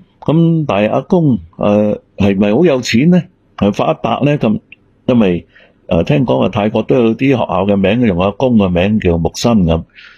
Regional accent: Guangdong, China; 講潮汕話嘅人，佢嘅文化同我哋廣東人有啲唔同啦。

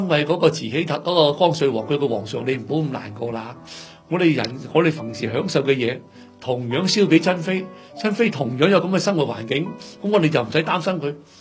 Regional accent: China; 点解大家有个中国人嘅社会，点解你基督西方文化点解入侵我中国人嘅思想？

